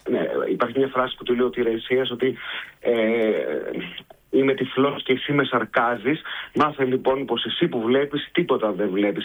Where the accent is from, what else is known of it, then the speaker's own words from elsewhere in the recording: Thespies, Central Greece, Greece; εγώ είμαι από τις Θεσπιές στη Βόν και οπότε είμαι από εδώ